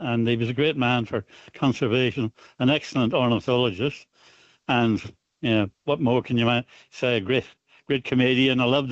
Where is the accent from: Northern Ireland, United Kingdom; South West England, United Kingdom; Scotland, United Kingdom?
Northern Ireland, United Kingdom; Holywood; Many years ago, I was back in my hometown of Hollywood, County Down, Northern Ireland, a little second-hand bookshop.